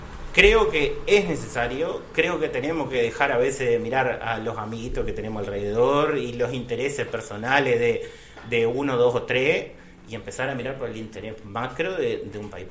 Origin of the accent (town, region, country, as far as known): Uruguay